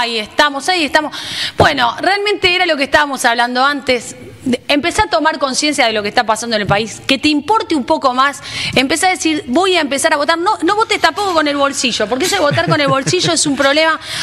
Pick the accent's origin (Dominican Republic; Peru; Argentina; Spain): Argentina